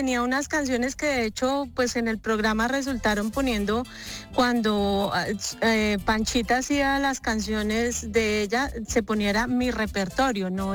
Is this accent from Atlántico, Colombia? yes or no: no; Choachí, Cundinamarca, Colombia; yo soy de pueblo, yo soy de Choachí, Cundinamarca, con mucho orgullo.